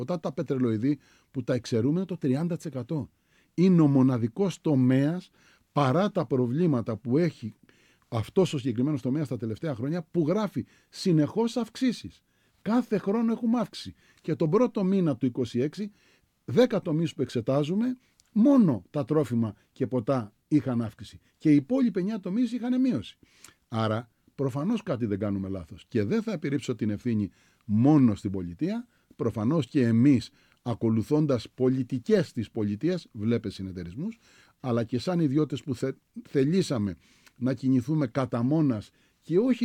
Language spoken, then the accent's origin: Greek; Sitia, Crete, Greece; Θα ξαναθυμίσω ότι είμαι από τη ΣΥΤΙΑ